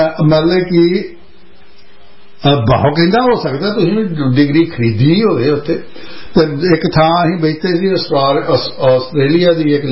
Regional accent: Punjab, India; moved away; ਮੈਂ ਤੇ ਪੰਜਾਬ ਦਾ ਰਹਿਣ ਵਾਲਾ

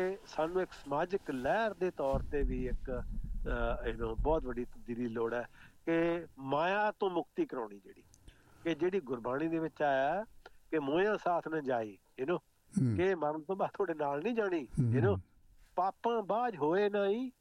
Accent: Punjab, India; ਮੈਂ ਵੀ ਗੌਰਮੈਂਟ ਸਕੂਲਾਂ 'ਚ ਪੜ੍ਹਿਆ ਅਤੇ ਮੈਂ ਦੇਖੋ ਜੀ ਸਾਡੇ ਪਿੰਡ ਦੇ ਨੇੜੇ ਸੀ ਤਖੜਾ ਪਿੰਡ, ਉੱਥੇ ਮੈਂ 8ਵੀਂ 'ਚ ਪੜ੍ਹਦਾ ਸੀ ਅਤੇ ਮੈਂ ਸਾਰੇ ਜ਼ਿਲ੍ਹੇ 'ਚ ਸੈਕਿੰਡ ਆਇਆ ਸੀ

